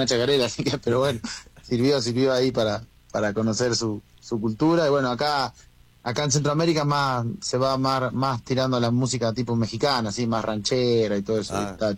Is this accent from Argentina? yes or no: yes; Argentina; moved away as an adult; el ser argentino